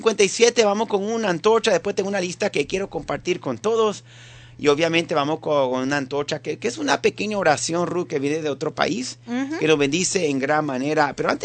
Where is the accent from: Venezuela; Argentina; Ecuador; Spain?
Venezuela